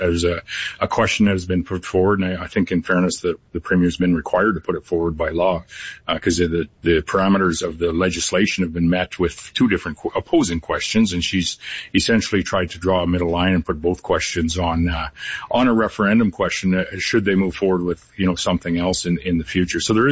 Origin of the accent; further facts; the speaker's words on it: Canada; I'm not Albertan, but I am a Canadian, and I am a leader of a province that's adjacent